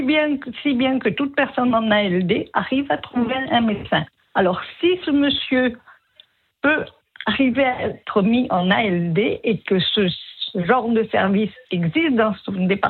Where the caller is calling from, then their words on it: Occitanie, France; Dans l'Aude.